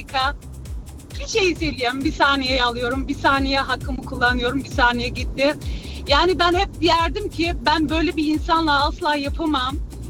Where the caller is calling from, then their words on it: Stuttgart, Baden-Württemberg, Germany; Merhabalar … Stuttgart'tan.